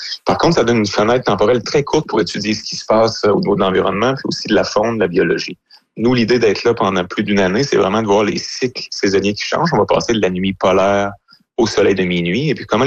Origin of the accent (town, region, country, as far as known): Quebec, Canada